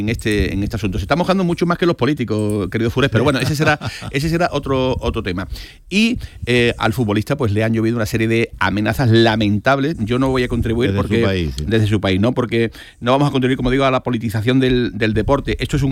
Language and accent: Spanish; Morocco; con un objetivo político o de desprecio hacia mi pueblo, el pueblo marroquí.